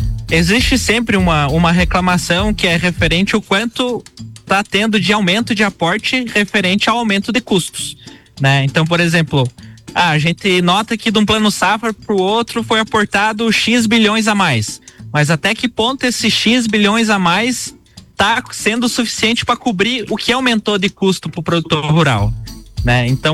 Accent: São Joaquim, Santa Catarina, Brazil; eu sou de São Joaquim, a Jéssica também, ela é de São Joaquim.

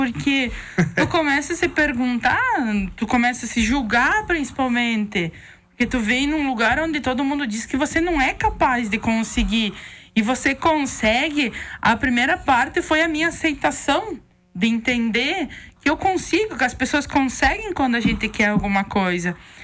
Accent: Brazil; Eu disse, sou do Brasil

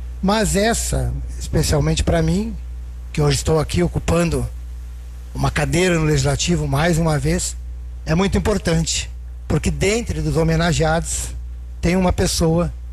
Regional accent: Rio Grande do Sul, Brazil; eu me criei, o pessoal acha que eu não sou do meio rural, mas eu me criei no Campo Novo.

